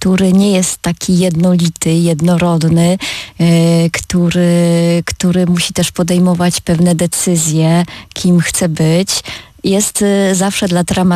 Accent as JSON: {"language": "Polish", "region": "Opole Voivodeship", "country": "Poland", "said": "a że ja jestem z Opolszczyzny i chciałam pisać o tym, co najbardziej jest mi bliskie i co znam"}